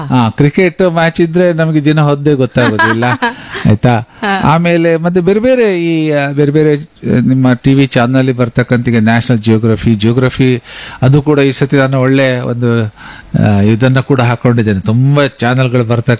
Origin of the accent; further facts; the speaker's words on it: Kundapura, Karnataka, India; ಕೊಣಾಜೆಗೆ ಹೋದ ನಂತರ ನಮ್ಮ ಊರಿನವರೆಲ್ಲ ನಾವು ಕುಂದಾಪುರದವರು, ಬೈಂದೂರಿನವರು, ಬ್ರಹ್ಮಾವರದವರು.